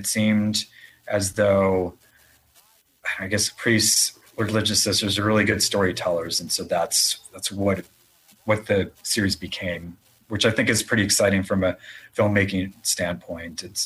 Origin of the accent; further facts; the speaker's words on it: Chicago, Illinois, United States; I grew up in Chicago.